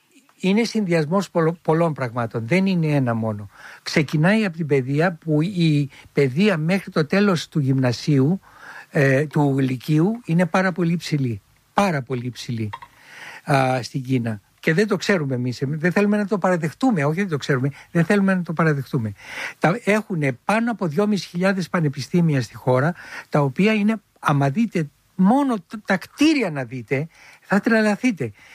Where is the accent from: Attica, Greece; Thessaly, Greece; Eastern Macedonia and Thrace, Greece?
Attica, Greece; Filothei; Εγώ γεννήθηκα στη Φιλοθέη. Γέννημα θρέμα. Γέννημα θρέμα, Φιλοθέη.